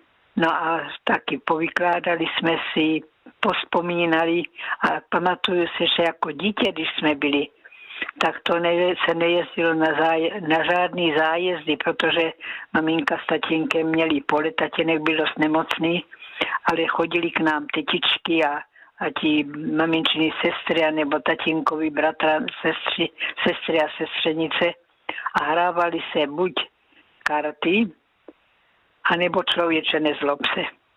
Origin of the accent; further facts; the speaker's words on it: Násedlovice, South Moravian Region, Czechia; To jsme chodili do kostela, já pocházím z Následovic a přes pole jsme chodili do Klobouk do Brna. U Brna, teda Klobouky u Brna, tam jsme chodili do kostela.